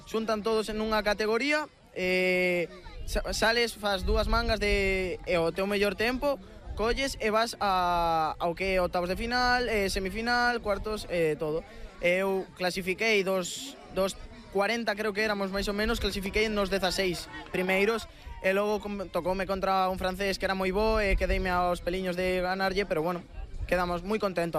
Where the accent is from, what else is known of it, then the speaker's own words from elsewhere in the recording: Gondomar, Galicia, Spain; somos de aquí, o noso circuito local, por así decilo, aunque somos de Gondomar